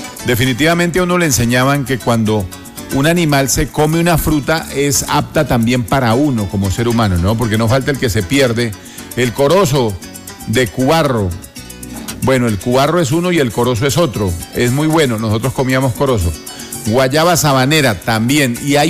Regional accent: Llanos Orientales, Colombia; now in Piedemonte Llanero, Colombia; las frutas silvestres del llano de donde yo vengo

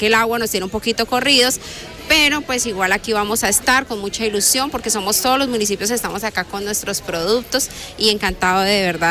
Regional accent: Meta, Colombia; seguimos siendo llaneros a mucha honra.

